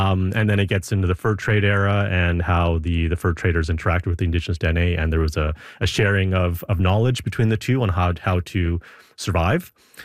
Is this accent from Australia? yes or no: no; Yellowknife, Northwest Territories, Canada; I'm born and raised in Yellowknife.